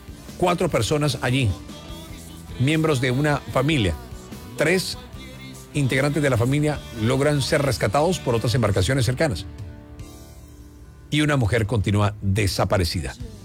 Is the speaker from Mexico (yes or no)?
no; Colombia; lo que somos los colombianos. Los colombianos somos una cosa chévere.